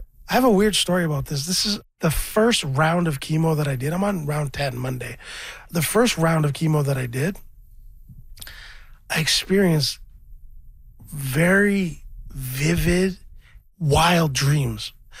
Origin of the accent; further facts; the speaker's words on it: Scarborough, Ontario, Canada; I was raised in Scarborough, Ontario, and I'm just currently fighting cancer